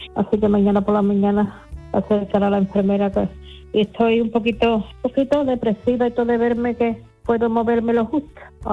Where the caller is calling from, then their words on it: Seville, Andalusia, Spain; de Sevilla.